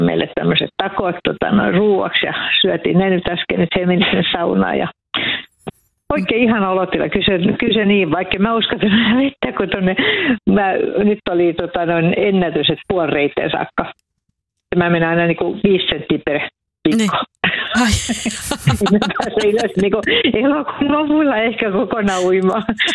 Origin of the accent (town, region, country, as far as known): Vihti, Uusimaa, Finland